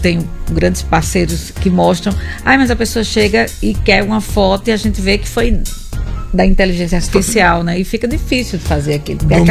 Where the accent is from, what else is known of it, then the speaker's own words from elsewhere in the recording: Mossoró, Rio Grande do Norte, Brazil; born there; also born or lived in Paraíba; Eu nasci em Mossoró e fui pra Paraíba.